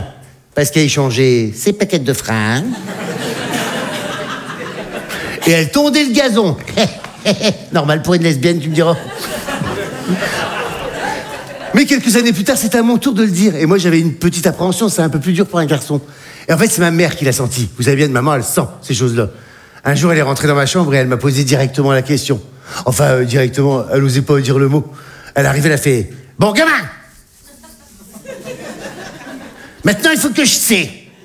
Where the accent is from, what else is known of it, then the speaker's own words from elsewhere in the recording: Hauts-de-France, France; même hôtesse de l'air, là d'où je viens, c'est bien. Ah si, je peux dire que c'est bien. Parce que moi, j'ai un petit village du Nord, là-haut, tu sais, à la frontière belge.